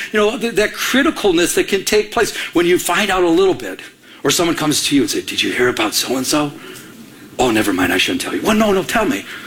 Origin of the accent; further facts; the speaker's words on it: Michigan, United States; I'm from Michigan.